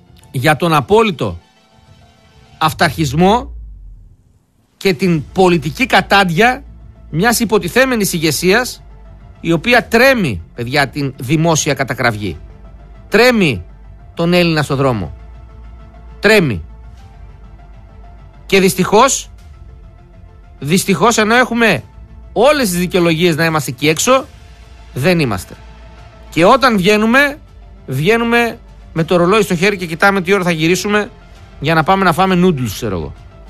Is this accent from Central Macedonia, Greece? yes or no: yes; Thessaloniki, Central Macedonia, Greece; εγώ είμαι Θεσσαλονικιός